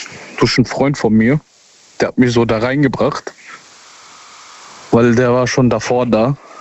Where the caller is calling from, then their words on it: Seeheim-Jugenheim, Hesse, Germany; Ich komme aus Seeheim.